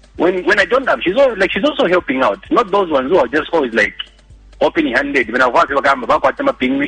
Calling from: Kabwe, Central Province, Zambia; Calling from within Kabwe.

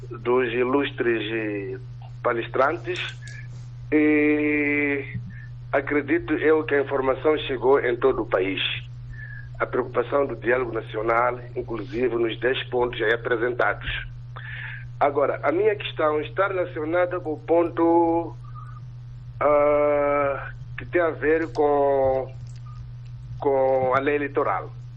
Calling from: Matola, Maputo, Mozambique; Falo de Congolote, no município da Matola.

